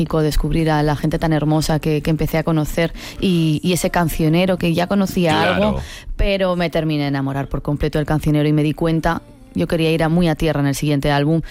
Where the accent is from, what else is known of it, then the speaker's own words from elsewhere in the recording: Spain; yo soy española, somos brutos hablando.